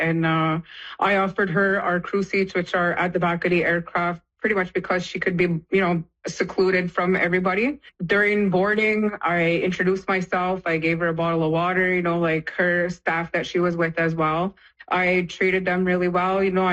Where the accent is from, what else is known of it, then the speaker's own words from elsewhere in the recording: Kahnawake, Quebec, Canada; I'm Mohawk from Ganawage, you know, like First Nation.